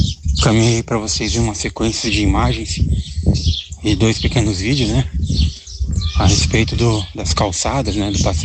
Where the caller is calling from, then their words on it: Camboriú, Santa Catarina, Brazil; sou aqui de Camboriú.